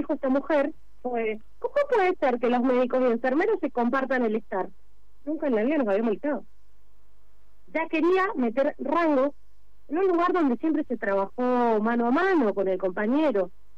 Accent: San Martín, Argentina; Yo en particular soy de San Martín.

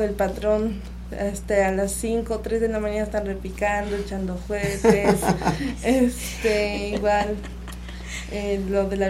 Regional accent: Puebla, Mexico; Pues yo orgullosamente represento al barrio de San Diego Xochitepec.

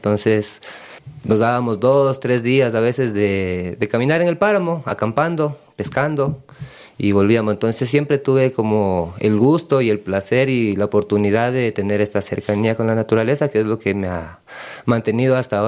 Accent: Quito, Pichincha, Ecuador; now in Cascales, Ecuador; yo nací en Quito, en el Hospital del Sur de Quito, y mi primera infancia hasta la juventud la pasé en el sureste de Quito, en la Loma de Puengasí, que es donde yo crecí, donde está ahora la casa de mi mamá. Siempre tuve también conexión con el oriente ecuatoriano, con la provincia de Sucumbíos.

